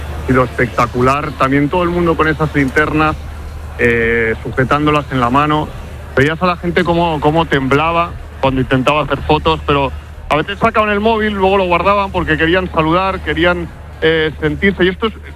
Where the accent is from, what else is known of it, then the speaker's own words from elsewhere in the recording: Barcelona, Catalonia, Spain; me siento muy orgulloso de ser de Barcelona, de haber vivido muchos años en este barrio de Barcelona